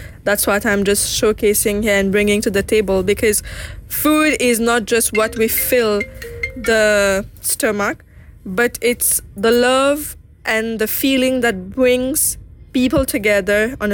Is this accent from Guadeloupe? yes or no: no; Mauritius; Et le chef, il vient du Philippines et moi, je suis mauricienne, alors...